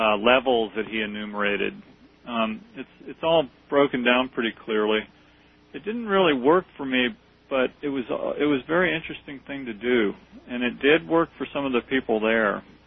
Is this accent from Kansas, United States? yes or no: yes; Kansas, United States; No, I'm from Kansas.